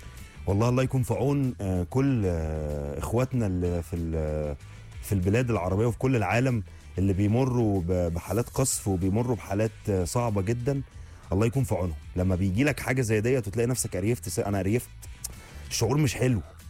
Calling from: Asyut, Asyut Governorate, Egypt; من اسيوط، كنت عايز اعرف اسم الابليكيشن للبرنامج

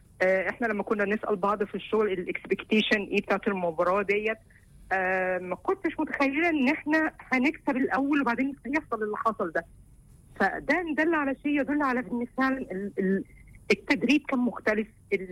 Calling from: New Cairo, Cairo Governorate, Egypt; من التجمع الخامس.

